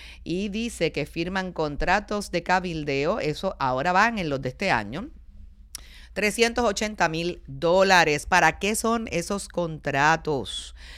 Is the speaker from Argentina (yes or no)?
no; Puerto Rico; somos una isla caribeña donde el sol es gratis.